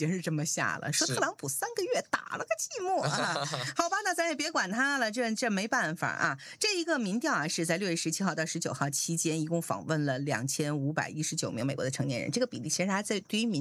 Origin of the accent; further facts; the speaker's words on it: Tianjin, China; accent: Tianjin dialect; 我的天津的这个方言叫做话巴巴。